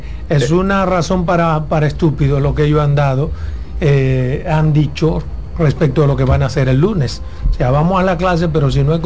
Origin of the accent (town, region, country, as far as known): Dominican Republic